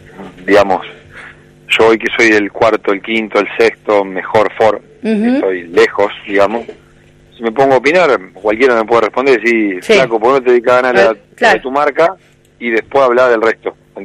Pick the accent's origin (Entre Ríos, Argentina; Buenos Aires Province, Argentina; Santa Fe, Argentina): Santa Fe, Argentina; also born or lived in Rosario